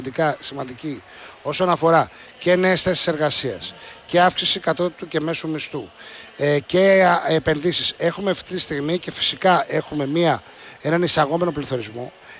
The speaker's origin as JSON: {"language": "Greek", "country": "Greece"}